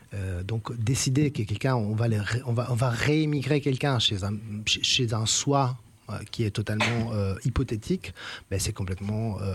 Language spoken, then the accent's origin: French; Italy; French is a second language; Je parle italien. Je suis un italien ici.